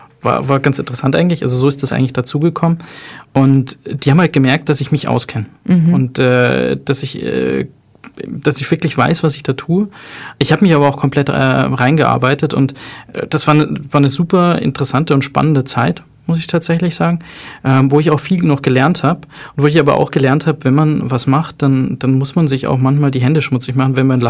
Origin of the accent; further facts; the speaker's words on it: Tunisia; Habe ich ja gesagt, meine Mutter kommt aus Tunesien. Ich bin Tunesier.